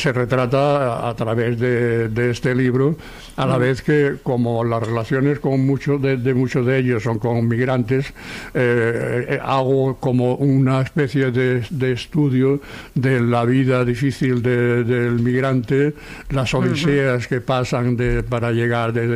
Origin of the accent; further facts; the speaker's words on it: Seville, Andalusia, Spain; now in Barcelona, Spain; nosotros cuando vinimos de Sevilla.